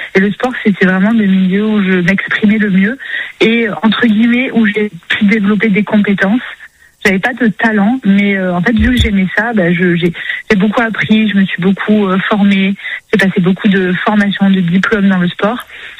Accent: Avignon, Provence-Alpes-Côte d'Azur, France

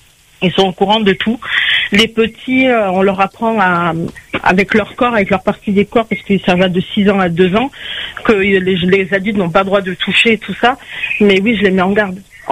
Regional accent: Nouvelle-Aquitaine, France; parce que j'habite à 2 heures, hein, parce que je suis des Landes, j'habite à 2 heures de là où Liana était.

